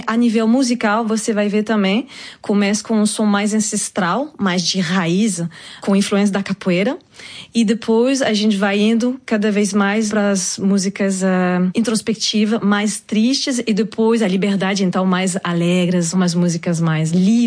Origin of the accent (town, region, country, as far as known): France; born or raised there; Portuguese is a second language